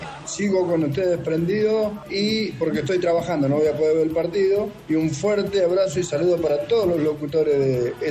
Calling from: Río Negro, Argentina; de Río Negro.

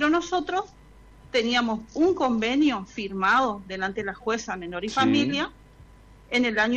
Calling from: Barranqueras, Chaco, Argentina; Yo soy de Barranqueras.

